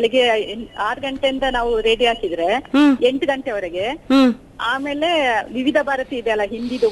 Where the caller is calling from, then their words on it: Bhagamandala, Karnataka, India; ನಮ್ಮ ಊರು ಭಾಗಮಂಡಲ ಮೇಡಮ್.